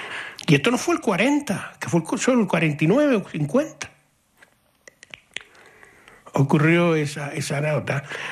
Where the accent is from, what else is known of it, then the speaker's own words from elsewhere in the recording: Breña Alta, Canary Islands, Spain; Yo nací cerca de los Dragos Gemelos, y mi casa estaba cerca de los Dragos Gemelos